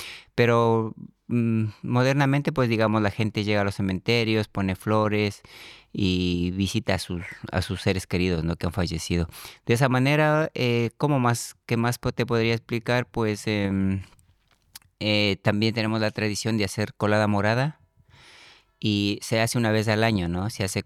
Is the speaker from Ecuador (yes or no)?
yes; Ecuador; moved away as an adult; vengo de Ecuador.